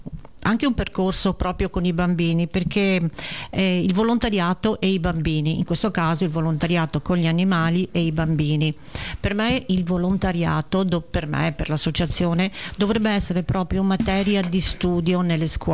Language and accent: Italian; Padua, Veneto, Italy; Sono di Padova, sì